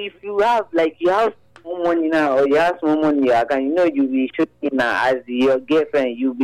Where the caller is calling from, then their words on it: Nigeria; from GRA.